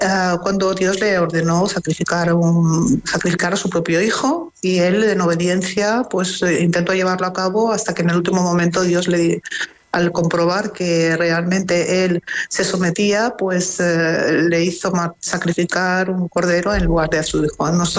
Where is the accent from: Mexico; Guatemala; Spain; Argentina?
Spain; Balearic Islands; born there; La verdad es que yo soy española, sí. ¿No? Yo he nacido en Mallorca, entonces para mí esa celebración, la gastronomía